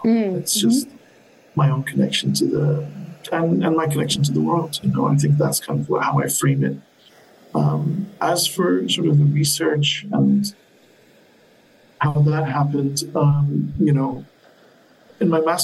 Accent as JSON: {"language": "English", "country": "Bahrain", "tie": "born or raised there", "said": "I come from Bahrain. Sort of the version of Bahrain that I grew up with in the early 80s was one where there were no skyscrapers like we have now."}